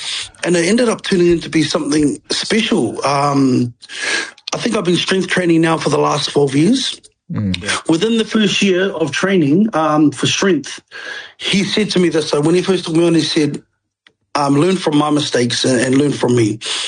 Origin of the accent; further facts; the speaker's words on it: Gisborne, New Zealand; moved away as an adult; now in Australia; My background is farming. So I'm from the East Coast, Gizzy areas, and we were brought up to be farmers, you know, family shearers.